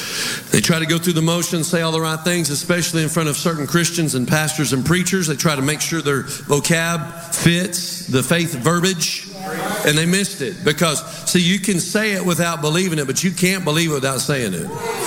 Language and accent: English; Texas, United States; I'm Texan, so I say M. E-M.